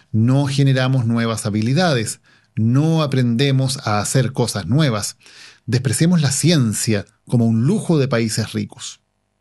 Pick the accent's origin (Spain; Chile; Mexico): Chile